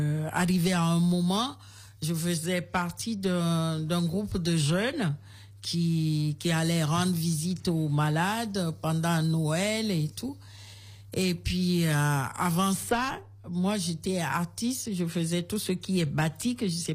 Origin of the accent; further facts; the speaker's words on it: Kpalimé, Plateaux, Togo; Je suis originaire de Palimé.